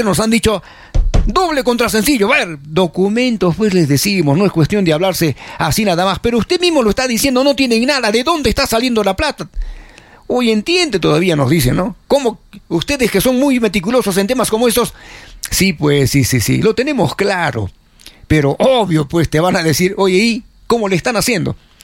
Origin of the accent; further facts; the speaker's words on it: Arequipa, Peru; Somos arequipeños, carajo